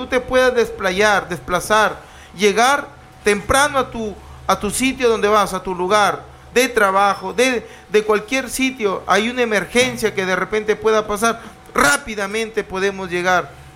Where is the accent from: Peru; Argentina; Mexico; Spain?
Peru; Túcume, Lambayeque; tucumano de nacimiento, de corazón, de padres tucumanos, así como tú, yo soy tucumano. He crecido y me he desarrollado en mi caserío La Pintada de Tucumán. Aquí estudiaba en el 10225 y sigo aquí